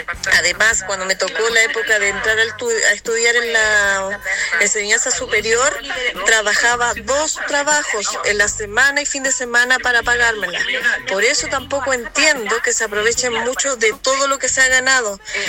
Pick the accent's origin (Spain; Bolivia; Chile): Chile; Yo soy de Tierras Blancas, niña de la dictadura, donde conocí perfectamente las calles de tierra, los baños de pozo, cuando llovía se hacían agujeros gigantes.